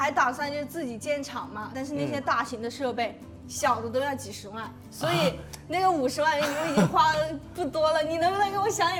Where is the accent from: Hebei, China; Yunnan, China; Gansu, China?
Yunnan, China; 你是不是知道我是云南人，我自创的菜系啊。